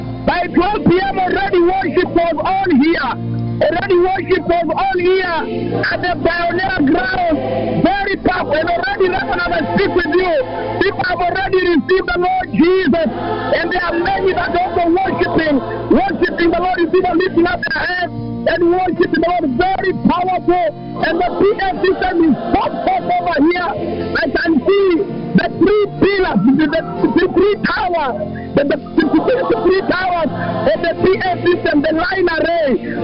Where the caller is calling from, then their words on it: Kariobangi, Nairobi, Kenya; I'm calling you from Kariobangi.